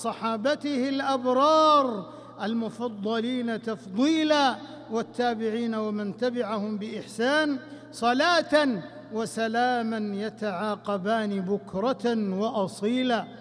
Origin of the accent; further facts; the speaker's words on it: Saudi Arabia; جعل بلادنا المملكة العربية السعودية